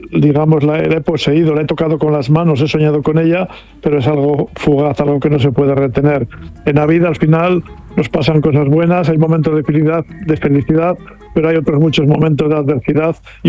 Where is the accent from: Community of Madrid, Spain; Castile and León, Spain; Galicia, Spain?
Castile and León, Spain; Miranda de Ebro; muchos recuerdos de mi infancia en Miranda, cuando iba al Ebro con mis amigos a bañarme, los veranos, el fútbol en las campas, en las eras, como se decía en Miranda, esa época en la que tenía 10 o 12 años